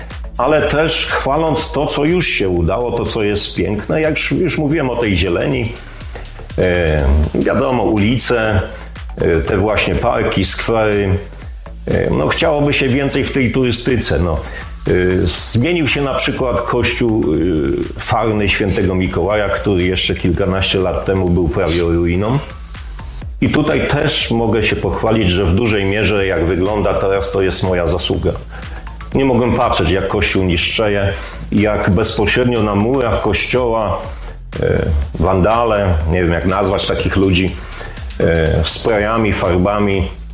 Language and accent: Polish; Mogilno, Kuyavian-Pomeranian Voivodeship, Poland; born there; now in Inowrocław, Poland; Nie jestem urodzony Inowrocławianinem. Wszyscy się dziwią właśnie. Urodziłem się w Mogilnie, czyli to niedaleko, Żabi Skok, ale od 1988 roku przeprowadziłem się do Inowrocławia, tutaj się ożeniłem, tutaj zamieszkałem